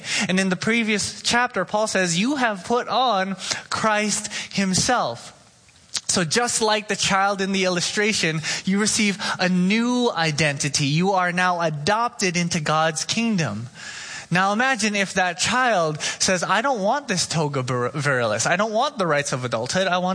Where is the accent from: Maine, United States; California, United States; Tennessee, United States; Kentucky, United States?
California, United States; Oxnard; born or raised there